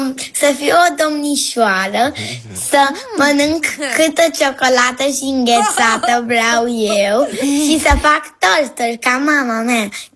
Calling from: Bucharest, Romania; am 6 ani, sunt din București

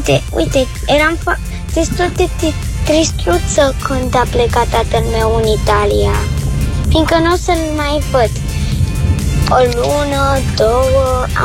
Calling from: Constanța, Constanța County, Romania; din Constanța, am 8 ani

